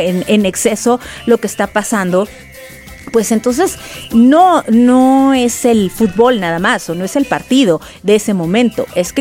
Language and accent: Spanish; Mexico